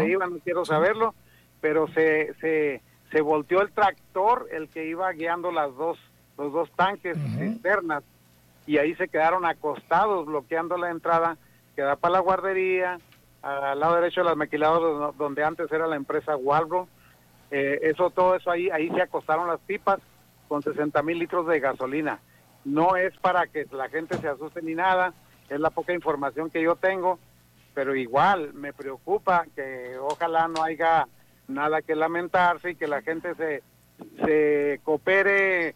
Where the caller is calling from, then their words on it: Nogales, Sonora, Mexico; tratar de apoyar la seguridad de mi pueblo de Nogales.